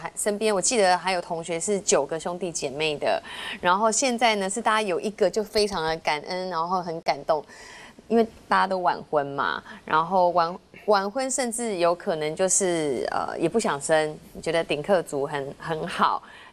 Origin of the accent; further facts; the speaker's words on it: Taiwan; 以我们台湾人来讲哦